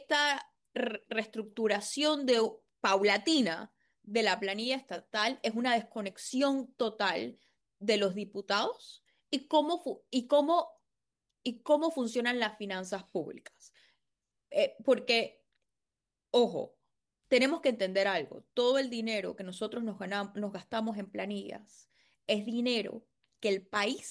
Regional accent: Panama; los panameños estamos prácticamente pagando como un impuesto extra

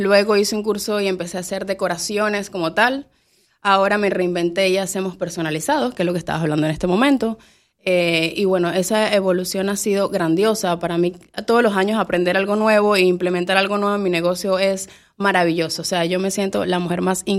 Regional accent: Venezuela; moved away as an adult; yo soy de Venezuela. Llegué aquí

